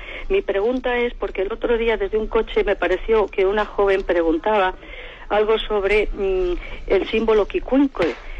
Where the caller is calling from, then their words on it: Madrid, Community of Madrid, Spain; de Madrid.